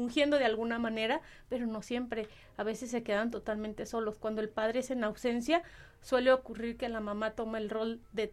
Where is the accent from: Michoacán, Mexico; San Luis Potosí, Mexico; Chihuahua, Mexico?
Michoacán, Mexico; Uruapan; yo soy de Uruapan, entonces en el municipio de Uruapan